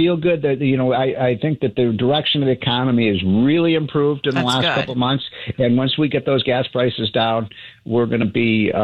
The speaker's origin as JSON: {"language": "English", "town": "Chicago", "region": "Illinois", "country": "United States", "said": "You know, I'm from Chicago. It's a disgrace what's happening in Chicago."}